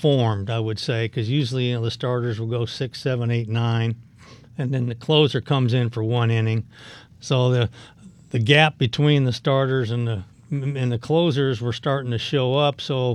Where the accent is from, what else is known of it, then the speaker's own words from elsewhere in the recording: Los Alamitos, California, United States; also born or lived in Lynwood, California; I grew up in Los Alamitos. I was born in Linwood, California. I went to Los Alamitos High School